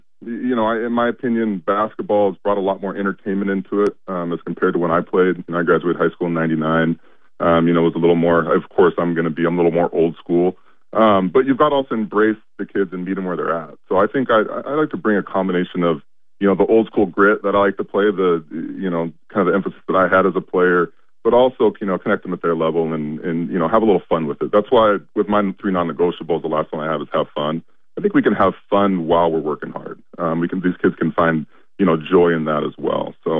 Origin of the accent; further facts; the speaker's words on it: Kent, Washington, United States; You know, I grew up in the South Seattle, Kent area, and I want to show them how we play basketball, you know, that way